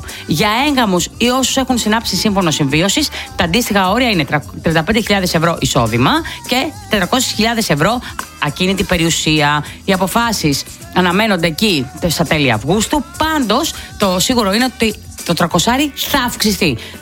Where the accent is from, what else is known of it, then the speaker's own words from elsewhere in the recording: Western Greece, Greece; εγώ τώρα το λέω για το χωριό μου. Είναι στην, έξω από την Αμαλιάδα.